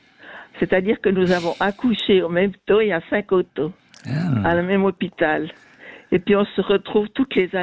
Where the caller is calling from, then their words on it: Fribourg, Switzerland; moi j'habite au Gruyère, j'organise en Gruyère.